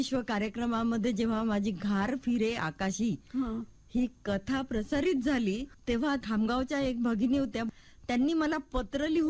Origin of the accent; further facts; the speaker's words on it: Darwha, Maharashtra, India; माझं माहेर यवतमाळ जिल्ह्यातील दारव्हा येथील. … आणि माझं बालपण हे दारव्हा इथेच गेलं. बी ए पर्यंतचं माझं शिक्षण हे दारव्ह्यालाच झालं होतं.